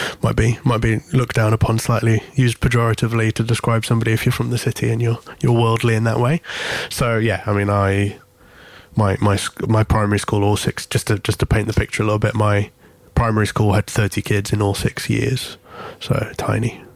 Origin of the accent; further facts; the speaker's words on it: Greece; also born or lived in England; might be a bit confused by my accent, yes, I'm English, I'm also Greek, so I speak Greek fluently, I sing in Greek.